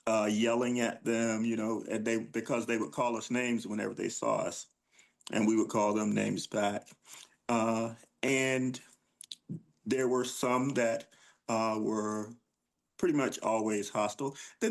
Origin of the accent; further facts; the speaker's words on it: Georgia, United States; But I grew up, well, I was born in 61. So the schools, you know, that I, when I started the schools were still segregated.